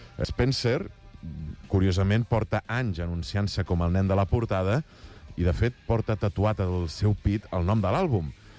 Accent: Reus, Catalonia, Spain; jo sóc de Reus

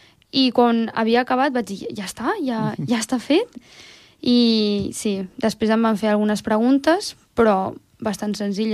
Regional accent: Tordera, Catalonia, Spain; also born or lived in Calella; tota la vida a Tordera

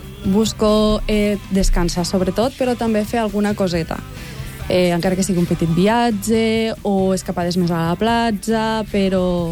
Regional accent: Amposta, Catalonia, Spain; jo sóc d'Amposta.

